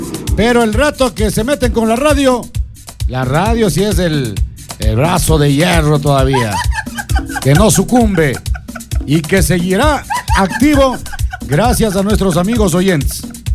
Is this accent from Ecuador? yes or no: yes; Ecuador; Mi pueblo afroecuatoriano.